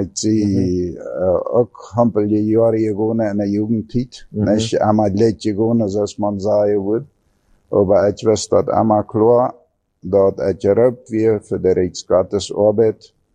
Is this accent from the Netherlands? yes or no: no; Fernheim, Boquerón, Paraguay; now in Asunción, Paraguay; Ja, ich komme aus dem Chaco, aus Familie, ja. Als ich Männer geboren, nach 2 Jahren trage meine Eltern mal in Fernheim, also in Fernheim abgewachsen.